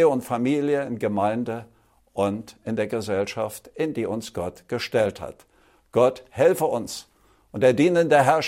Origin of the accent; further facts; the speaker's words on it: Saxony, Germany; ich komme ja aus Sachsen.